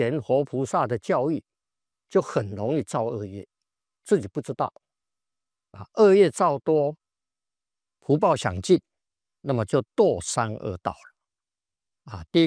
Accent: China; 我们中国人

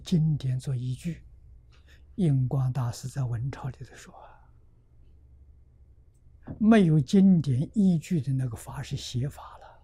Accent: China; 我们中国人算虚岁，外国人算始祖年龄79岁。

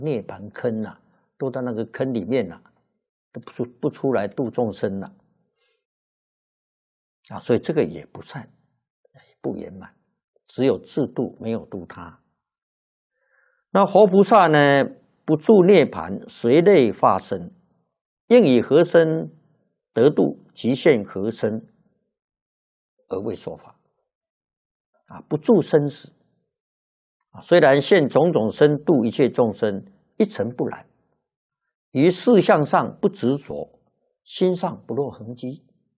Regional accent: China

